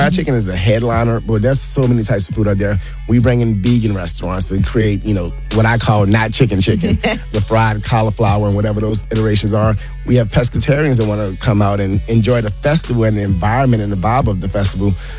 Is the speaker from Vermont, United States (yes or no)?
no; New Orleans, Louisiana, United States; Born and raised in New Orleans.